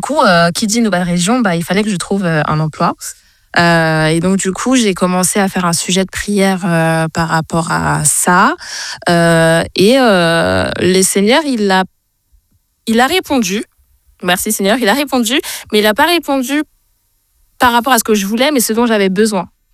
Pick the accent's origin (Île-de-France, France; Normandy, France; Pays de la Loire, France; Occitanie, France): Île-de-France, France; moved away as an adult; Je viens de la région parisienne